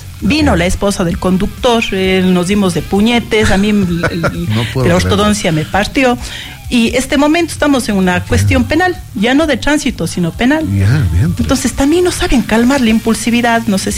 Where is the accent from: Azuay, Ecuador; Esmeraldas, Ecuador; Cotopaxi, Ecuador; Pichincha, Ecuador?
Azuay, Ecuador; Cuenca